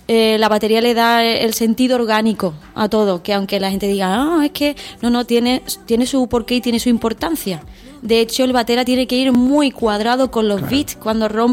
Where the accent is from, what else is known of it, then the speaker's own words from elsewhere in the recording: Utrera, Andalusia, Spain; vamos a Utrera, vamos a hacer algo especial porque es mi pueblo